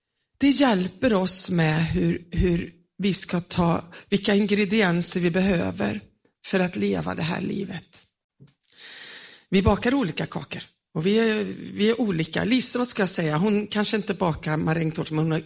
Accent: Smyna, Västra Götaland County, Sweden; Om ni inte har träffat mig förut så kommer jag från Smyna i södra Fågelås. Från en liten församling med 16 medlemmar.

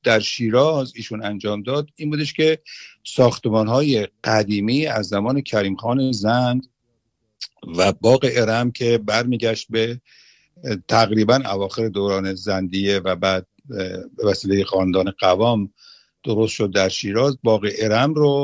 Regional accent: Iran; also born or lived in Tehran; من به عنوان یک ایرانی

